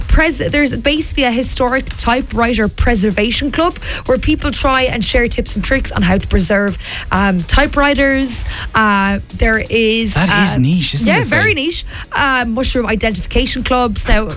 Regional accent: Limerick, Munster, Ireland; because I'm obviously from Limerick, Munster rugby, huge obsession.

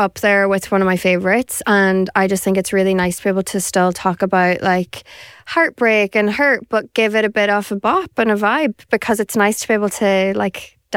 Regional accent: Downings, County Donegal, Ireland; also born or lived in Carrigart; Was born and raised in Downings around all the beaches and stuff, and then I moved up to like near my granddad's house in Carrigart. So I fly the flag for both towns.

